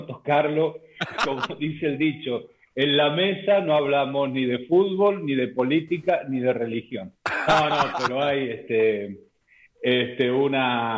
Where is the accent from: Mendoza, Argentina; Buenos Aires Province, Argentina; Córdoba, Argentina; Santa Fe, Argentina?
Mendoza, Argentina; San Martín; Mirá qué pregunta me haces, porque soy mendocino, pero soy de San Martín de Mendoza, que es lo más contrario a Independiente.